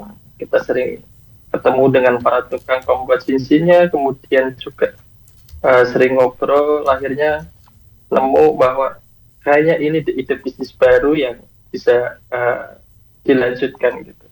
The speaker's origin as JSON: {"language": "Indonesian", "town": "Indramayu", "region": "West Java", "country": "Indonesia", "moved": "yes", "lives_now": "Yogyakarta, Indonesia", "said": "Kalau saya pribadi ya, asal dari Jawa Barat, Indramayu."}